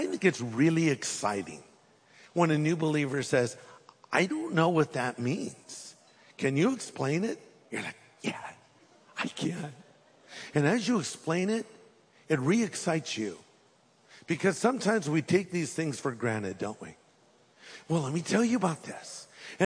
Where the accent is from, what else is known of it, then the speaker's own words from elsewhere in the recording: California, United States; I'm not. I'm from California.